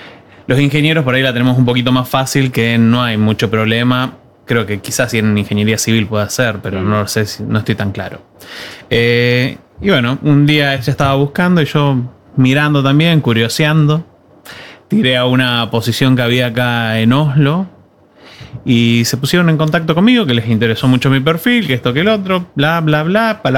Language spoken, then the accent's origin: Spanish; Tierra del Fuego, Argentina; also born or lived in Tucumán / Rosario / Spain; Soy tucumano, me crié en Tierra del Fuego, y después, bueno, en la universidad, donde conocí a mi esposa y demás, en Rosario.